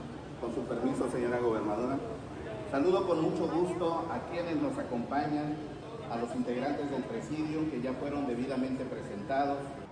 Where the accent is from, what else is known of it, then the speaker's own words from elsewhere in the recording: Guerrero, Mexico; técnicas, recetas y formas de preparar nuestros alimentos que son parte de lo que somos como guerrerenses.